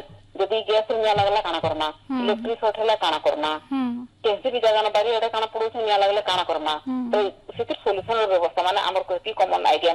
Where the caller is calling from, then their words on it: Bargarh, Odisha, India; ହଁ, ଆମେ ବରଗଡ଼ରୁ କହୁଛେ